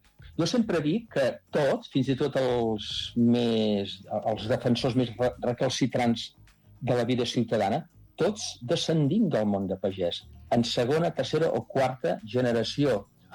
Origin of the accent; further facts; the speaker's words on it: Taradell, Catalonia, Spain; moved away as an adult; havia estat, doncs, en fi, vivint fins als 25 anys en una masoveria, que és la masoveria familiar